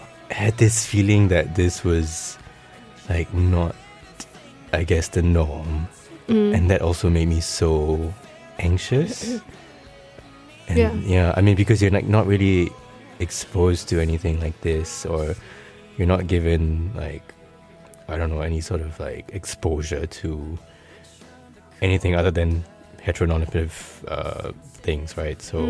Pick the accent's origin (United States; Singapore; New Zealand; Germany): Singapore; growing up in Singapore